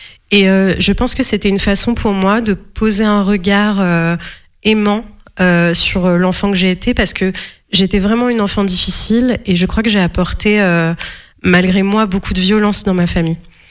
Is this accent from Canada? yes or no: no; Morocco; moved away as an adult; now in France; Moi, j'ai grandi au Maroc, donc j'ai aussi raconté le monde qui était le mien jusqu'à mes 18 ans quand je me suis installée en France.